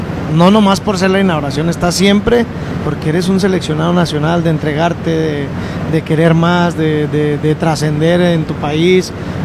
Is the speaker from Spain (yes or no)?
no; Mexico; como buen mexicano no perdemos esa esperanza porque somos mexicanos y porque estamos en nuestro país.